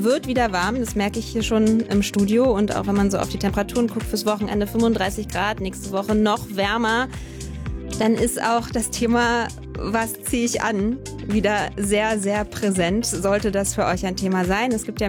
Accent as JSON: {"language": "German", "region": "Berlin", "country": "Germany", "said": "Neben Berlin, auf Berlin lasse ich als Berlinerin natürlich nichts kommen."}